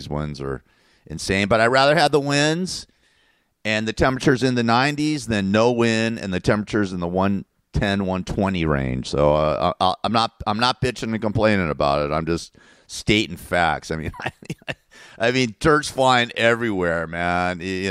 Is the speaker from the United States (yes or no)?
yes; Agoura, California, United States; My buddy, who I grew up with in Agora, Westlake Village, known him for over 50 years, moved down to Oceanside.